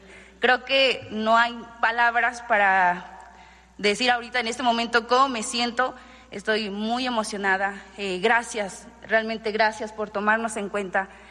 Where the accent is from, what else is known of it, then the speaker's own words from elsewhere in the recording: Tlaquilpa, Veracruz, Mexico; Buenos días … tengo 21 años, soy del municipio de Tlaquilpa, del estado de Veracruz.